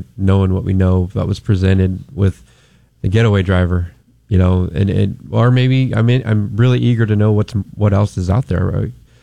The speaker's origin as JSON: {"language": "English", "region": "California", "country": "United States", "tie": "born or raised there", "said": "I was born and raised here in the Central Valley. So yeah, I've got strong roots here"}